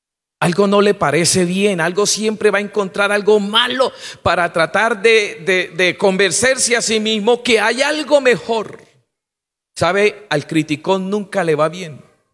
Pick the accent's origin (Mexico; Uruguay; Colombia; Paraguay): Colombia